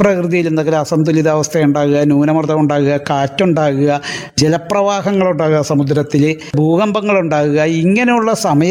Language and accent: Malayalam; Chellanam, Kerala, India; ഞാൻ ചെല്ലാനത്തുകാരനാണ്, ജനിച്ചു വളർന്നതും ഇവിടെ തന്നെയാണ്, താമസിക്കുന്നതും എല്ലാം ചെല്ലാനത്ത്.